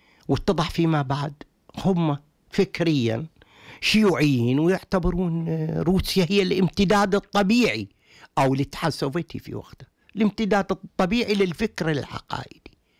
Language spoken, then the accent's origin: Arabic; Iraq; إلا في بلدنا العراق،